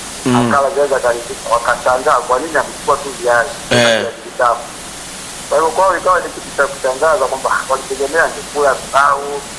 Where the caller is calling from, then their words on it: Kisarawe, Pwani, Tanzania; natokea Kisarawe.